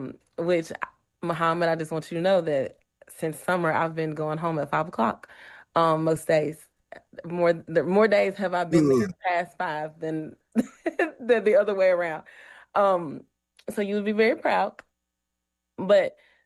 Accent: Mississippi, United States; And I come from a I grew up in Mississippi, and you didn't have a choice.

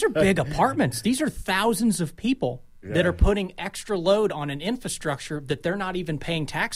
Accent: Indiana, United States; now in Bloomington, United States; I come from Brown County, where tourism is like their really only source of income as a county.

